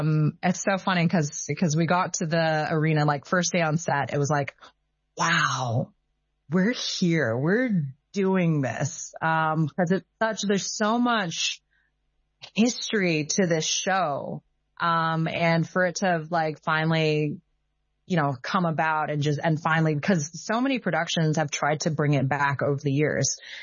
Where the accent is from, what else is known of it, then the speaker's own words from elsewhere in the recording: Ap Lei Chau, Hong Kong; I think as a child, like, I didn't even feel American, like, growing up. I grew up in Aple Chow in Hong Kong.